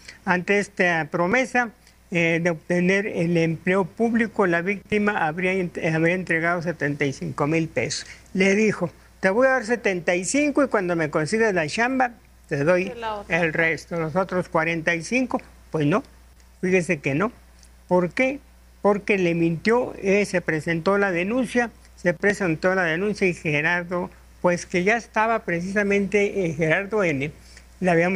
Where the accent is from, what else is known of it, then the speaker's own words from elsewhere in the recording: Tayoltita, Durango, Mexico; por la carretera de mi tierra, Tayoltita, San Dimas, Durango